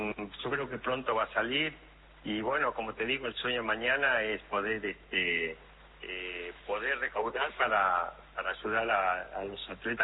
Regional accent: Argentina; la idea era correr en Argentina, que tuve muy poco posibilidades de correr en mi país, y elegí la de Buenos Aires

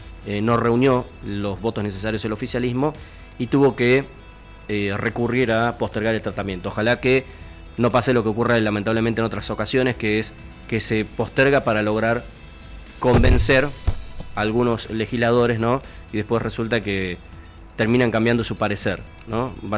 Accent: Argentina; Porque nosotros somos argentinos, queremos ir a otro lugar del mundo

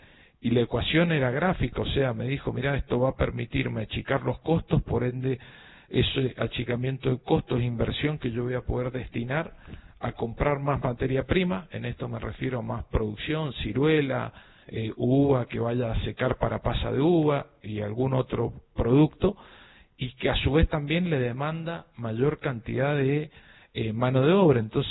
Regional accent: San Rafael, Mendoza, Argentina; todos los que tenemos algún cargo institucional, político, que somos de San Rafael, ponernos la camiseta de San Rafael.

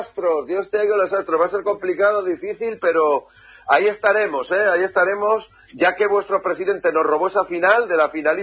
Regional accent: Spain; Imagínate cómo somos los españoles.

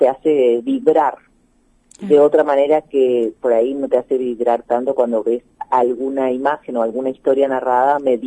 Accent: Argentina

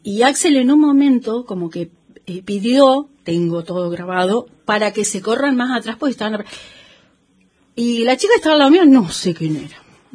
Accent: Esquel, Chubut, Argentina; soy la de Esquel.

